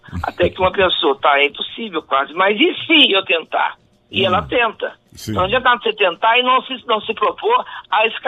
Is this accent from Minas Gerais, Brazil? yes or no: yes; Minas Gerais, Brazil; now in São Paulo, Brazil; eu sou mineira e estou em São Paulo há 40 anos.